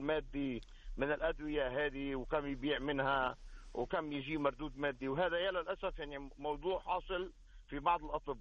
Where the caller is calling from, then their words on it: Lebanon; أنا لبناني.